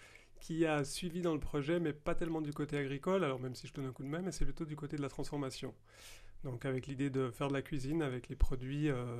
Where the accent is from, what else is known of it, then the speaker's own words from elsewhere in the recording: Switzerland; Moi, je suis de Suisse, donc j'ai suivi le mouvement, on peut dire comme ça.